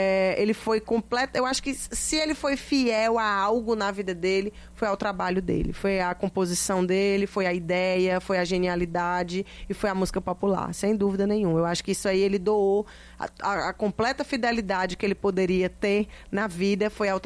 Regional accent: Ceará, Brazil; é porque a gente é do Ceará, né? Eu sou a única filha nordestina, a única filha cearense

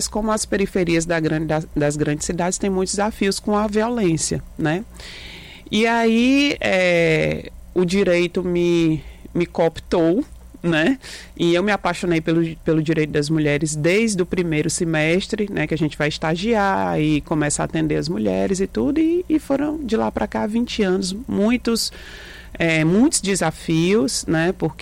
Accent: Fortaleza, Ceará, Brazil

